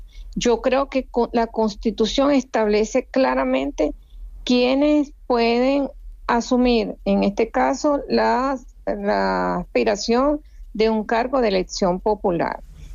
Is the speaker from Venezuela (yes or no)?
yes; Venezuela; moved away as an adult; yo soy una mujer exiliada que fue criminalizada como con 5 delitos